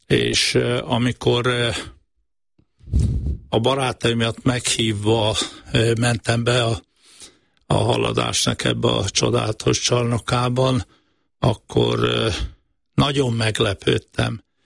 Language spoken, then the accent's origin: Hungarian; Szombathely, Vas, Hungary; born there; also born or lived in Sárvár; Én Vas megyei vagyok, majdnem 80 éve születtem Sárváron, és 9 éves koromtól Szombathelyen éltem 18 éves koromig. Igazán oda tartozólag tartom magamat